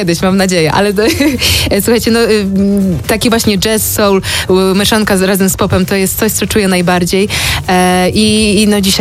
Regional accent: Gdańsk, Pomeranian Voivodeship, Poland; mam rodziców w Gdańsku, dom rodziny w Gdańsku, więc tak, jako gdańszczanka, super tutaj zawitać w Gdyni, w Trójmieście.

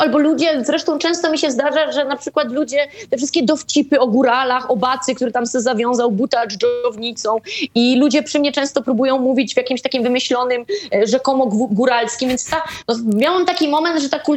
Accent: Lesser Poland, Poland; Ja lubię podkreślać właśnie, że jestem ze Spisza, że Spisz ma inną historię, siedem kultur.

